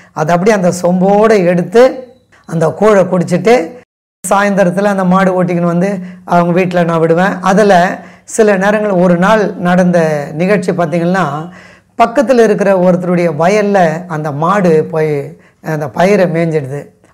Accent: Nedungundram, Tamil Nadu, India; also born or lived in Perumbakkam; அந்த பெரும்பாக்கத்திலிருந்து என்னுடைய முழு குடும்பமும் என்னையும் கூட்டிக்கின்னு என்னுடைய சொந்த ஊருக்கு, அதாவது நெடுங்குன்றம், வண்டலூர் ஜூவுக்கு பக்கத்தில் நெடுங்குன்றம் என்ற கிராமம் தான் என்னுடைய சொந்த ஊர்.

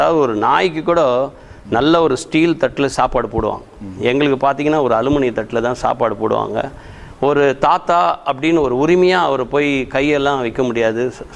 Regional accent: Chennai, Tamil Nadu, India; எல்லாமே Mylapore all இண்டியருடைய back சைடில் கார்னேஸ்வரர் கோவில் சீட் நம்பர் 40 அங்கே தான் நான் பிறந்து வளர்ந்தது எல்லாமே.

